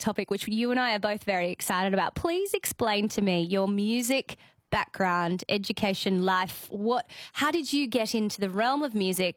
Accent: Sydney, New South Wales, Australia; born there; now in Queensland, Australia; I was born in Sydney. I live and breathe Queensland. But I didn't get to choose where I was born.

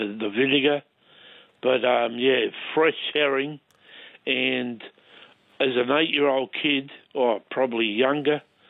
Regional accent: Scotland, United Kingdom; My grandmum, so I grew up in Scotland, she was German

